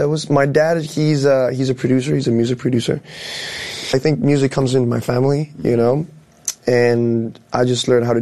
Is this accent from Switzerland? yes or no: no; Venezuela; moved away; my home country is going through what it's going through